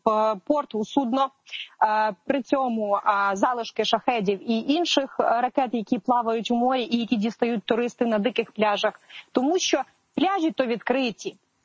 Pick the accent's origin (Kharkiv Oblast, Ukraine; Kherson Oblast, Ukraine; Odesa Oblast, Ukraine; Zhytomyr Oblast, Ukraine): Odesa Oblast, Ukraine; Odesa; я, як одеситка, ще ні разу не була на морі.